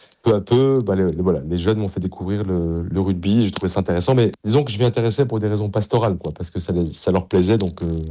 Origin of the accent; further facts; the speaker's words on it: Paris, Île-de-France, France; Alors moi, je viens d'une famille du Sud-Ouest et même si j'ai grandi à Paris, mais j'ai beaucoup de cousins dans le Sud-Ouest qui ont fait du rugby